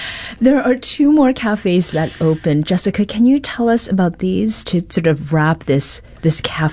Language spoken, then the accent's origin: English; Canada; What was not ready was a sausage roll, and that is something that I grew up with in Canada.